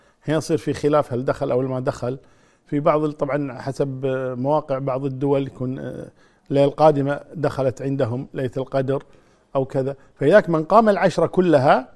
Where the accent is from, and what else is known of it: Kuwait